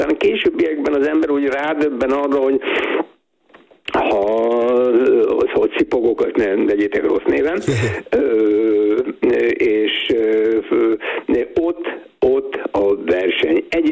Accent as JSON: {"language": "Hungarian", "country": "Hungary", "said": "ezt mi magyarok vagyunk, Magyarországra jöttünk"}